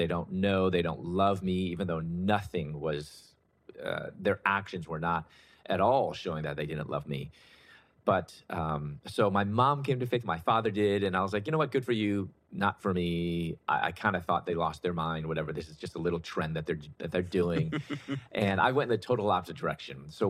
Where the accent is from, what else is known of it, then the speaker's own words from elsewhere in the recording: Chicago, Illinois, United States; So it wasn't until my early 20s, I'm originally from Chicago, and I was accepted to dental school, pursuing my doctorate in dentistry.